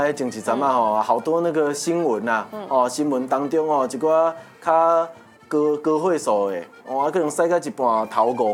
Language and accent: Chinese; Taiwan; 伊会认为讲吼，咱台湾的农民啊，种这食客啊，才辛苦，你哪会讲会当讲咱台湾人唔食？